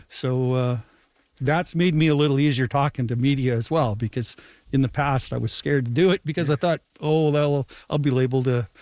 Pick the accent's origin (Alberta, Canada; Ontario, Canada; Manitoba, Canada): Manitoba, Canada; Winnipeg; now in Gimli, Canada; I'm from Winnipeg. My wife was originally from Toronto, and we've retired to Gimli